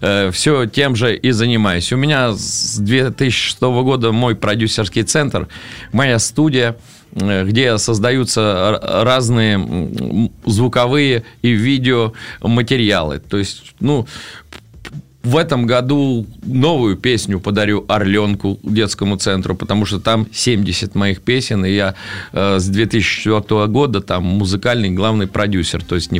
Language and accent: Russian; Voronezh, Voronezh Oblast, Russia; Здравствуй, Воронеж. Очень рад быть в родном городе.